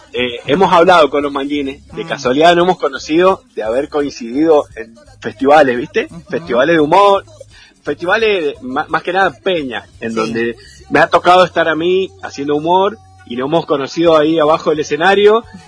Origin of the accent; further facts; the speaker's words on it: San Juan, Argentina; now in Mendoza, Argentina; yo soy sanjuanino, sí. Y vivo en Mendoza.